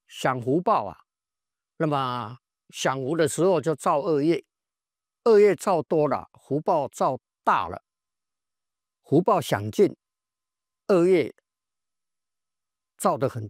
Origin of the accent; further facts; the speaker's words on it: China; 我们中国人